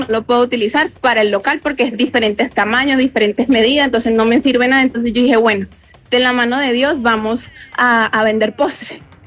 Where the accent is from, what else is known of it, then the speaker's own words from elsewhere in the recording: Venezuela; now in Manizales, Colombia; Porque yo soy de Venezuela